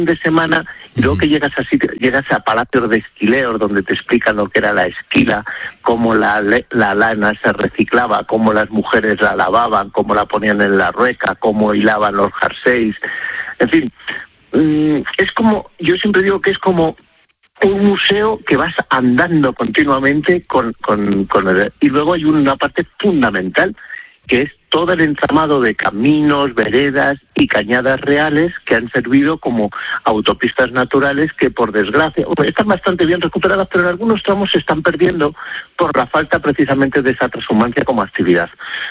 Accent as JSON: {"language": "Spanish", "region": "Castile and León", "country": "Spain", "tie": "born or raised there", "also_born_or_lived": "Madrid", "said": "Pero bueno, ¿cómo no lo voy a conocer si es mi tierra? Si es que yo me crié tirando cantos a los del pueblo de arriba, a los de Navasequilla, y los de la Lastra me tiraban cantos a mí"}